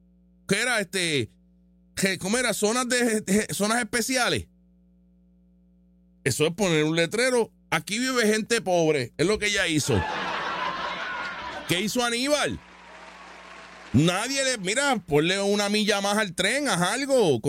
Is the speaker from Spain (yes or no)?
no; Puerto Rico; Y me siento igual de puertorriqueño que el más zurdo.